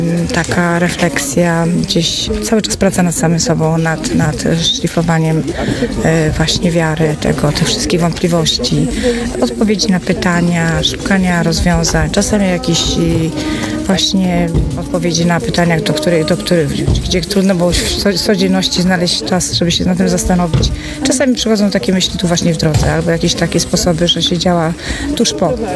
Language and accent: Polish; Ziemianice, Pomeranian Voivodeship, Poland; Ziemianic.